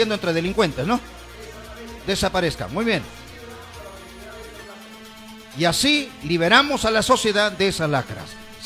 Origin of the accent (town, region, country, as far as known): Jaén province, Cajamarca, Peru